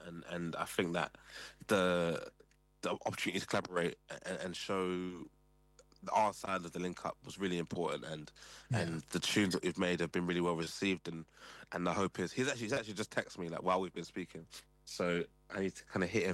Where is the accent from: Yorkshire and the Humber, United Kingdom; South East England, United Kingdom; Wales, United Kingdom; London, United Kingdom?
London, United Kingdom; moved away as an adult; I was from South London and I came to East London in my early 20s